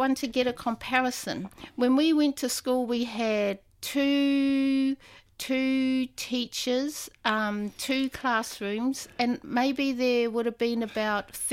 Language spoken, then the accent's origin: English; Northland, New Zealand; now in Brisbane, Australia; Oh, so where I grew up, I was born and raised in Potaw, which is a small settlement on the Potaw Peninsula in Te Tai Tokerau, the northern part of Aotearoa, on the west coast.